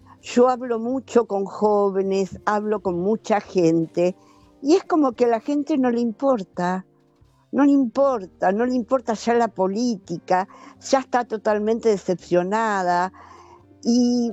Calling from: Berisso, Buenos Aires Province, Argentina; Yo soy de Berisso y también muchos locales se cierran, tengo cerca La Plata.

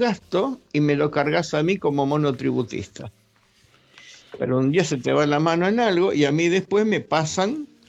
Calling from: Mar del Plata, Buenos Aires Province, Argentina; de Mar del Plata

